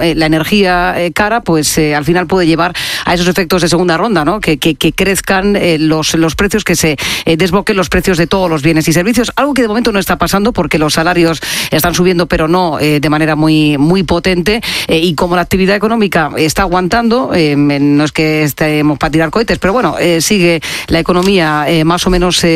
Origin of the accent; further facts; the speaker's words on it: Region of Murcia, Spain; desde mi tierra querida, desde Murcia, en Jumilla